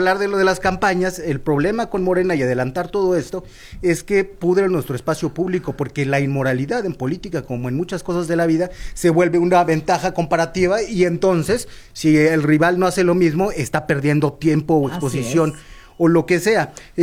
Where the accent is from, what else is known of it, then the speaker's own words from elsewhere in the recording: Mexico City, Mexico; Yo crecí en Iztapalapa, en el Cerro de la Estrella. Yo todas las semanas estoy en Iztapalapa.